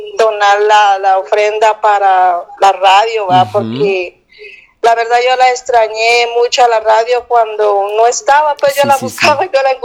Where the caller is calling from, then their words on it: Santa Catarina Pinula, Guatemala Department, Guatemala; Aquí le llamo de Santa Catarina Pinula.